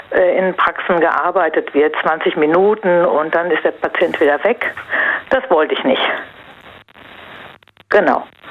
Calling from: Worms, Rhineland-Palatinate, Germany; Ich bin aus Feddersheim bei Worms.

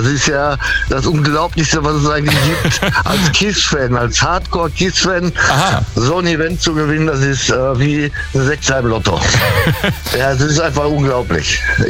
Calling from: Oer-Erkenschwick, North Rhine-Westphalia, Germany; Ja, ich komme aus Oer-Erkenschwick. Das ist der Kreis Recklinghausen.

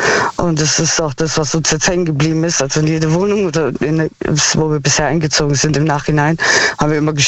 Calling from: Heilbronn, Baden-Württemberg, Germany; Aus Heilbronn.

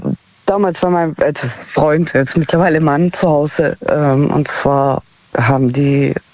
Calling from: Heilbronn, Baden-Württemberg, Germany; Aus Heilbronn.

